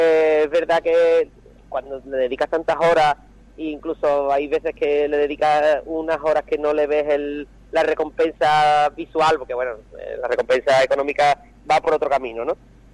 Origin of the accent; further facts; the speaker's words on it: Écija, Andalusia, Spain; que soy el artesano, que soy de Écija, y que soy el artesano que va al carnaval de Cádiz.